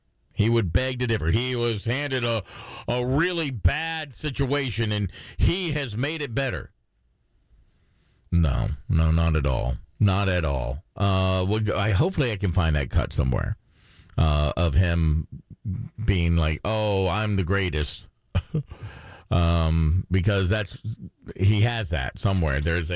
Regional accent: United States; I love being an American. I don't want to be from Scotland or Ireland or Mexico or Canada or wherever. I am an American, and I'm proud to be an American

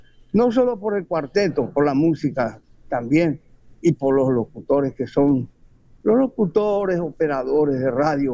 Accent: Argentina; Somos argentinos y qué tanto lío.

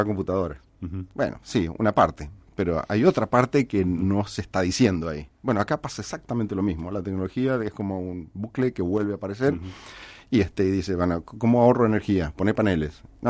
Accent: Mendoza, Argentina; nosotros como comunidad mendocina

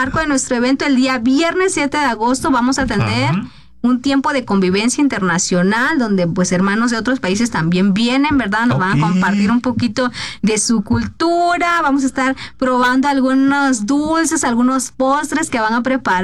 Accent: Veracruz, Mexico; porque soy de Veracruz

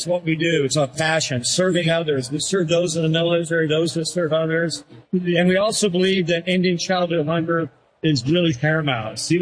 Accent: Brazil; now in Miami, United States; We're from Brazil. You know the players. A lot of travelers from South America love our culinary art form. So we feel at home here in Miami.

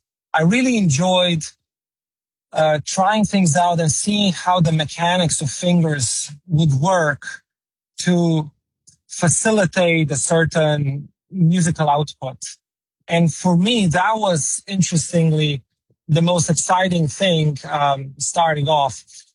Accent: Slovenia; I come from Slovenia

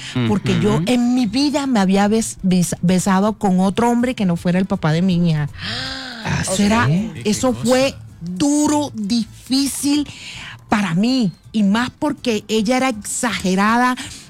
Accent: Sahagún, Córdoba, Colombia; que somos de Sahagún.

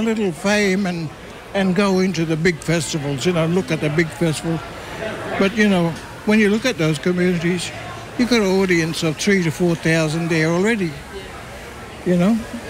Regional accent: Queensland, Australia; I'm from Mission myself. I've lived on Mission.

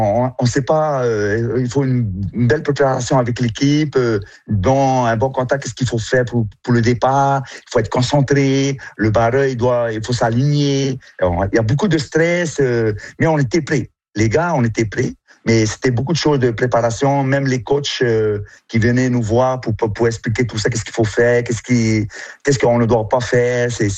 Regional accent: French Polynesia; now in Lac-Saint-Jean, Canada; Ben, chez nous, en Polynésie

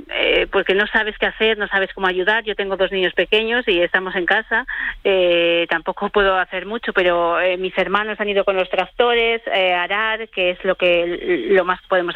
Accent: Fariza, Castile and León, Spain; Fariza, mi pueblo es Fariza, sí.

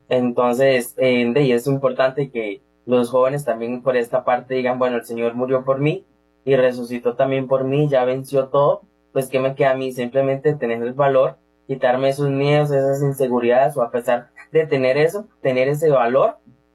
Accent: Limón, Costa Rica; Soy de Limón Centro.

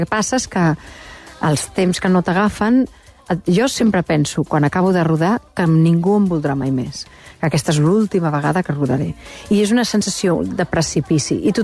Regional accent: Barcelona, Catalonia, Spain; Ah, sí, clar, jo no sóc del Passeig Bonanova, sóc de Major

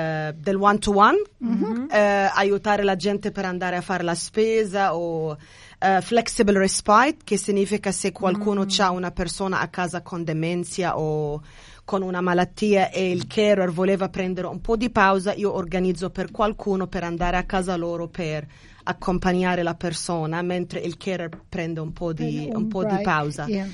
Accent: Cairo, Cairo Governorate, Egypt; Italian is a second language; moved away as an adult; now in Australia; Sono egiziana, vengo dal Cairo.

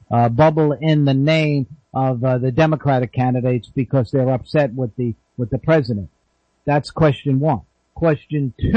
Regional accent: United States; as an American

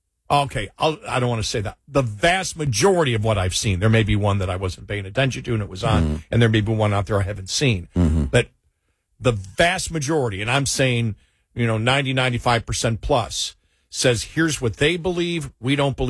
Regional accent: Buffalo, New York, United States; I'm from Buffalo, so I never trust any of my teams going to do good luck.

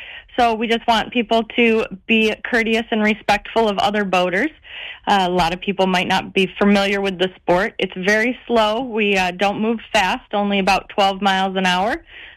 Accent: Fenton, Michigan, United States; Yeah, I'm from Fenton.

